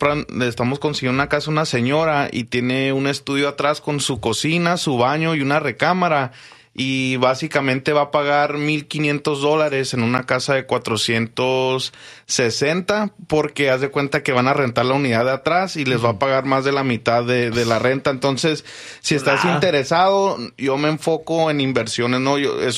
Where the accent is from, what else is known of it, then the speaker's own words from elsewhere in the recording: Mexico; moved away; como mexicano, pues yo tengo permiso de trabajo